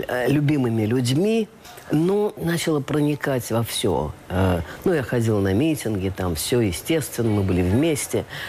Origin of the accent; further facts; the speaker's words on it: Moscow, Russia; born there; Мне повезло, что я родилась в Москве, в столице нашей Родины. И мне повезло, что я родилась в Советском Союзе.